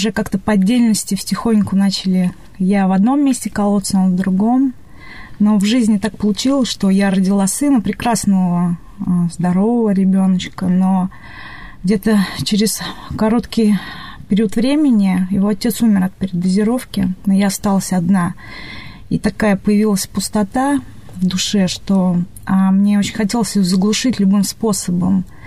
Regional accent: Moscow, Russia; Мне 37 лет, я сама с города Москвы. Там родилась. Родилась я в Советском Союзе.

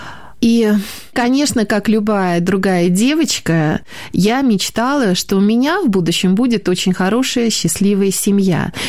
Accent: Moscow, Russia; born there; Родилась я в Москве, в хорошей благополучной семье

